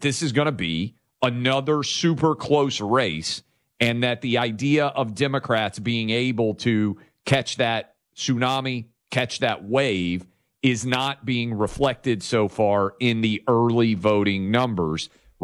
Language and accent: English; Tennessee, United States